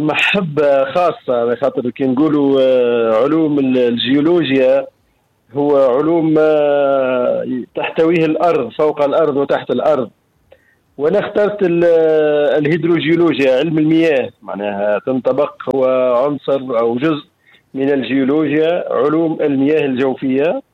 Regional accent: Tunisia; في بلادنا في الوطن تاعنا

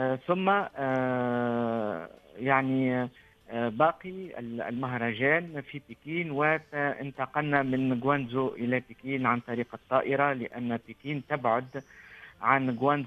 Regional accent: Tunisia; في الحقيقة نحن من تونس

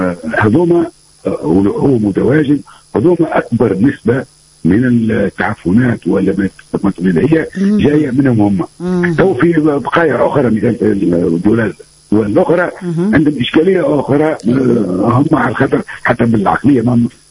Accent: Tunisia; احنا عندنا في تونس

